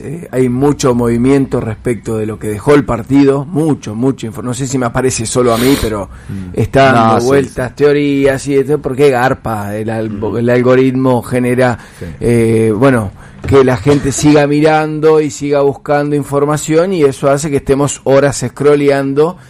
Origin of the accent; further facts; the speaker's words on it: Argentina; revisar nuestras acciones como argentinos